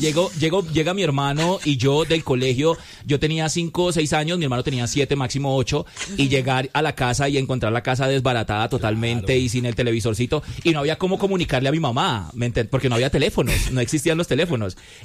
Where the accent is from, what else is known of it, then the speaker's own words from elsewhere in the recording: Cali, Valle del Cauca, Colombia; Es que crecí en Manuela Beltrán. Manuela Beltrán en Cali. Es un barrio súper pesado, para los que conocen.